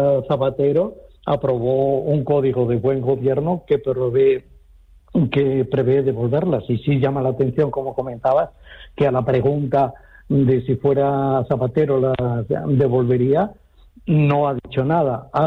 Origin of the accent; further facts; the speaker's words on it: Salamanca, Castile and León, Spain; born there; yo nací en Salamanca